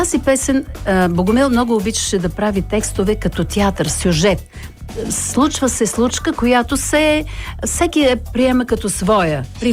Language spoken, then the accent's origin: Bulgarian; Hisarya, Plovdiv Province, Bulgaria; в моя град, родния ми град Хисаря, се провежда конкурс 15 лалета